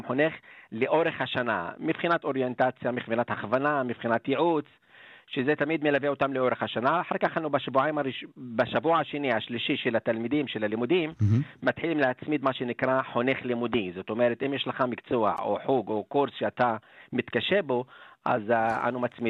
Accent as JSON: {"language": "Hebrew", "town": "Arab al-Aramshe", "region": "Northern District", "country": "Israel", "said": "במקור צפונאי מערב אל-עראם של יד הגבול."}